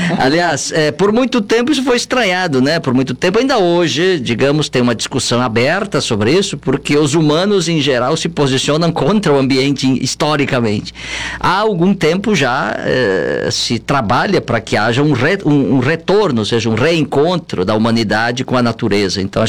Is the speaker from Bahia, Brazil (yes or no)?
no; Passo Fundo, Rio Grande do Sul, Brazil; eu venho lá de Passo Fundo, do norte do Rio Grande do Sul